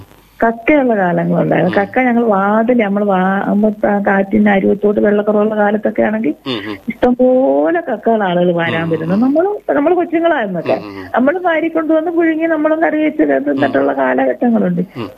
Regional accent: Kollam, Kerala, India; കൊല്ലം തോടിന്റെ അരുവിന നമ്മുടെ ഞാൻ ജനിച്ചു വളർന്നതെല്ലാം

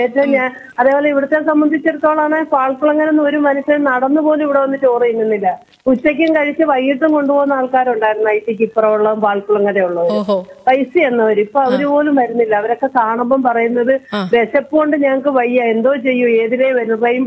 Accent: Oachira, Kerala, India; moved away as an adult; now in Kallumthazham, India; ഓച്ചിറയാണ് നമ്മൾ ജനിച്ചു വളർന്നിടം കെട്ടിക്കൊണ്ടു വന്നെയാണ് ഇവിടെ.

